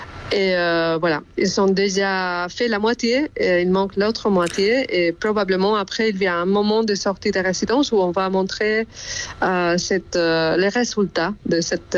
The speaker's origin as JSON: {"language": "French", "country": "Spain", "second_language": "French", "moved": "as an adult", "lives_now": "Brussels, Belgium", "said": "je suis espagnole. Et donc, ça fait 5 ans que je suis à Bruxelles."}